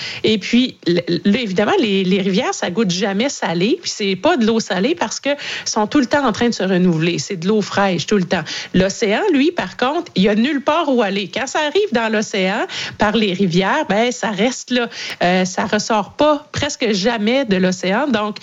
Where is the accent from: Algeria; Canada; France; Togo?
Canada; chez nous, au Canada